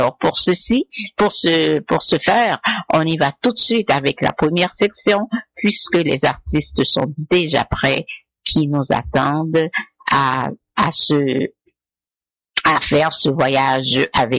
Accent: Miragoâne, Nippes, Haiti; je parle pour ma ville natale, Miragoâne, c'est peut-être la même chose pour les autres villes de province

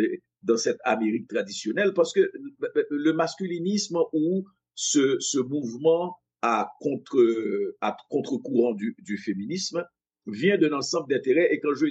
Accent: Montreal, Quebec, Canada; je suis un Montréalais, je ne suis pas Québécois, je ne suis pas Canadien, je suis un Montréalais.

